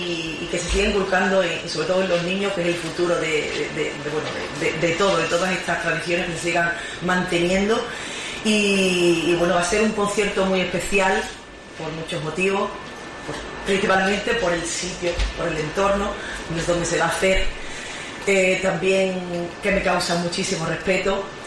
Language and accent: Spanish; Andalusia, Spain; amo la provincia de Huelva, amo mi tierra